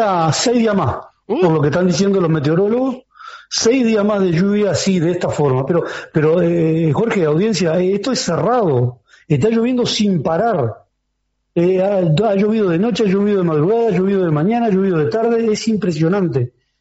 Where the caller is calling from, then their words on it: Hernandarias, Alto Paraná, Paraguay; Yo estoy en Hernandaria. Yo vine de Corpus Christi, que es la frontera, uh-huh. Pindotiporá, que es la frontera con Brasil, la frontera norte de Paraguay con Brasil. Me vine antes de ayer.